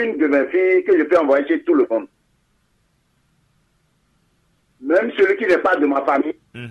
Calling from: Savalou, Collines, Benin; je suis de Savalou.

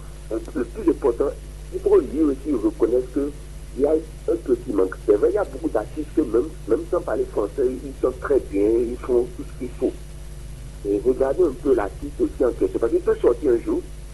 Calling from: Benin; first language Fon; French is a second language; C'est vrai que le fond prime surtout, c'est notre langue maternelle, c'est notre langue effectivement sur le Bénin.

